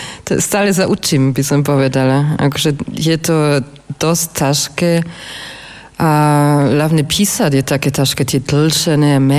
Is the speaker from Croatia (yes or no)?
no; Swabia, Germany; accent: Swabian; Slovak is a second language; moved away; ja som zo Švabska pôvodne, a tak hovoríme švabsky